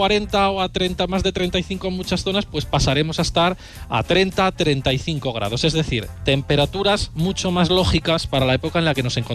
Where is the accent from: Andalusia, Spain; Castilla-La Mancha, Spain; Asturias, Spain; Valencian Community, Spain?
Asturias, Spain; Soy de Asturias